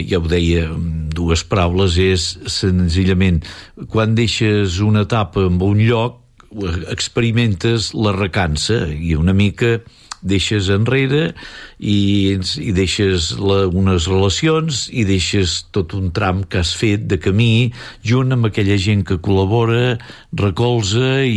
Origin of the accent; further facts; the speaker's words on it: Hostalets d'en Bas, Catalonia, Spain; also born or lived in Rupit i Pruit; Però als 4 anys vaig anar a Hostalets d'en Bas, i llavors jo sempre dic soc d'Hostalets, perquè simplement doncs vaig estar 4 anyets que no recordo, de Rupit i Pruit, i acabat doncs Hostalets, i per tant de la Vall d'en Bas.